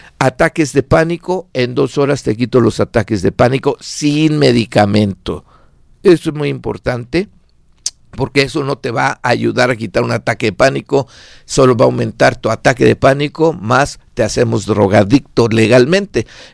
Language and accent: Spanish; Mexico; now in United States; Soy de origen mexicano, pero tengo ya 32 años en Estados Unidos.